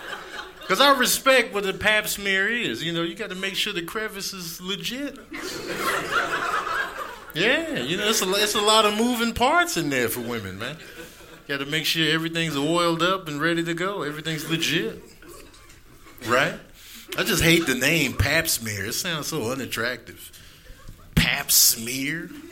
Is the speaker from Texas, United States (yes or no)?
no; Chicago, Illinois, United States; born or raised there; now in California, United States